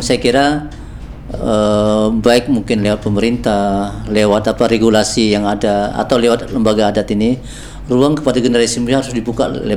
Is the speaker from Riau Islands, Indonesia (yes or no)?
yes; Riau Islands, Indonesia; now in Riau, Indonesia